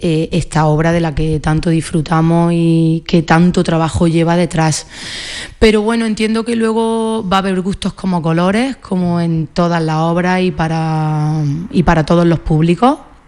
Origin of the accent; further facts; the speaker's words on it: Granada, Andalusia, Spain; yo soy de Granada